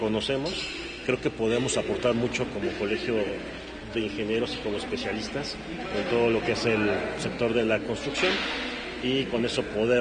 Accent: Puebla, Mexico; Creo que va por buen camino, vamos como poblanos por buen camino

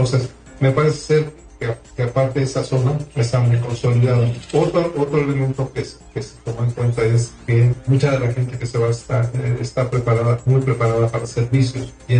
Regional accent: Puebla, Mexico; nosotros como poblanos trabajamos de manera muy fuerte

